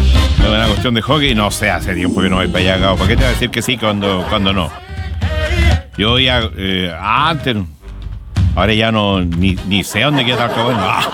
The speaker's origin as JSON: {"language": "Spanish", "town": "Talcahuano", "region": "Biobío", "country": "Chile", "tie": "born there", "said": "Oh, ya no he vuelto más para Talcahuano. Y yo nací en Talcahuano."}